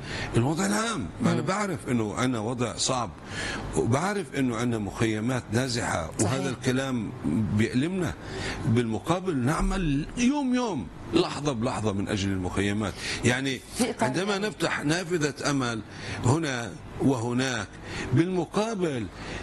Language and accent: Arabic; Palestine; كفلسطينيين